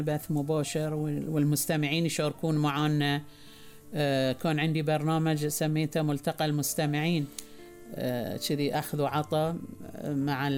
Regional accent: Bahrain; تقول لها من ذا قالت هذه … أول مذيعة عندنا في البحرين

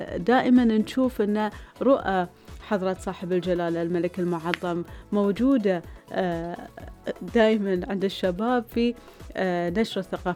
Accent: Bahrain; فالحمد لله أن احنا بحرينيين

